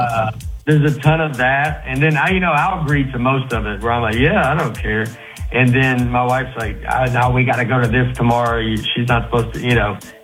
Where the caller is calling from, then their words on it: Nashville, Tennessee, United States; I'm in Nashville.